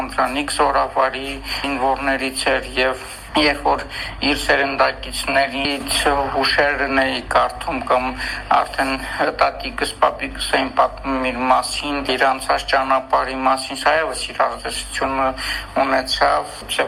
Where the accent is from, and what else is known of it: Askeran, Nagorno-Karabakh, Azerbaijan; born or raised there; also born or lived in Darav